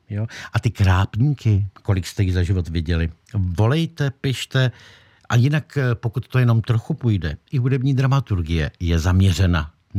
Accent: Prague, Czechia; Jako Pražák národní, jo, tak moudré řeči nechávám stranou.

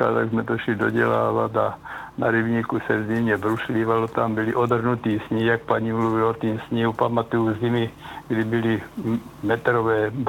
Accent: Milotice, South Moravian Region, Czechia; moved away as an adult; now in Kyjov, Czech Republic; já jsem se narodil od Kyjova 7 kilometrů v Mihotici, je tam krásný zámek, pěkný rybník, kde bývalo v létě obležené aj Kyjoviáka, protože tady neměli koupaliště.

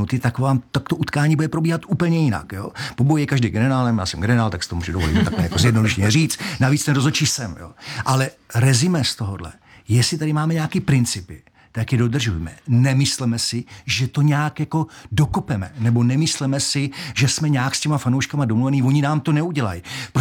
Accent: Prague, Czechia; já tím, že jsem z Prahy 10, tak jsem se vybíral mezi Bohemkou a Slavií samozřejmě, protože jsou dva stadiony, které a dva kluby, které tam máme

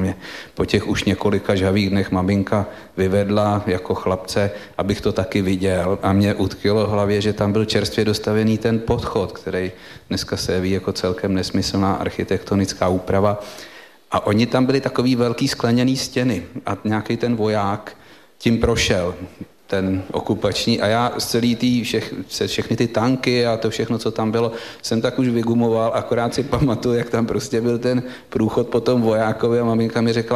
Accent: Prague, Czechia; jsem rodák z Dlouhé třídy

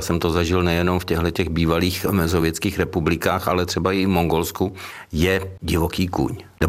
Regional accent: Pardubice, Pardubice Region, Czechia; jsem rodák z Pardubic

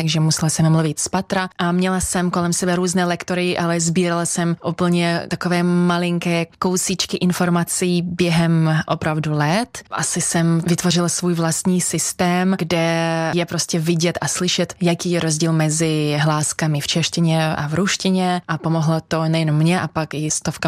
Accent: Magnitogorsk, Chelyabinsk Oblast, Russia; Czech is a second language; moved away as an adult; also born or lived in Zlín; now in Czech Republic; Vlastně od 12 už jsem hrála v divadle ve svém rodném městě Magnitogorsku. Pak jsem jela do Česka studovat, vystudovala jsem animaci ve Zlíně

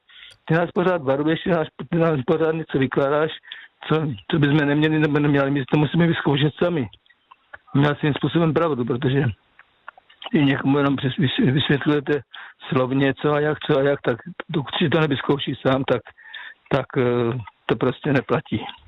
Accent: Slovakia; jako já pocházím ze Slovenska, tam se říká stařenka nebo babička.

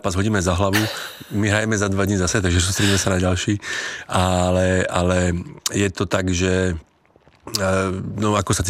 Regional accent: Slovakia; now in Czech Republic; To je pravda, jako fandím samozřejmě i českému národňáku, ale stále jsem Slovák, takže prvom radě slovenskému.

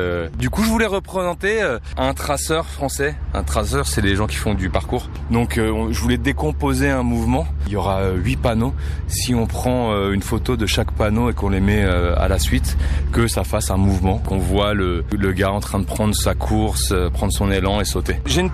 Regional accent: France; En tant que Français

